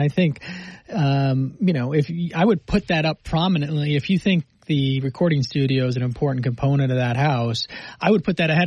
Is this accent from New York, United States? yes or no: yes; Binghamton, New York, United States; I grew up in Binghamton